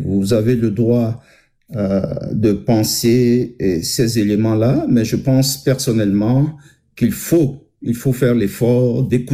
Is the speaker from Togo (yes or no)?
yes; Togo; en tant que Togolais